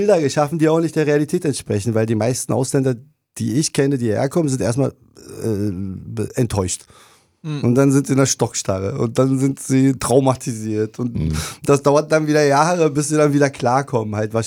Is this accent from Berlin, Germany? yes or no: yes; Berlin, Germany; Und ich bin dann 75 in Berlin geboren und war tatsächlich auch mit 12 das erste Mal in der Türkei.